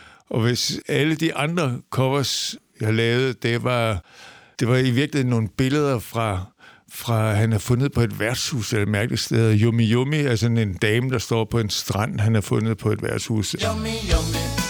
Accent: Kerteminde, Region of Southern Denmark, Denmark; moved away; Han boede i Kerteminde, hvor jeg kommer fra

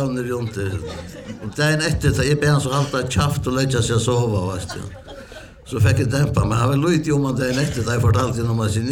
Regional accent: Faroe Islands; nej jag är inte norrman men jag kommer från en lille ösamfund uppe i norr. Färöarna.

